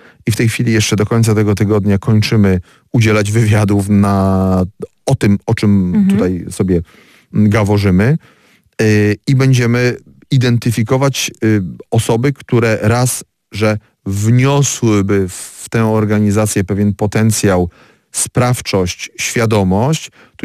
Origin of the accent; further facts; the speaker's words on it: Opole, Opole Voivodeship, Poland; Oczywiście jesteśmy Polakami z Opola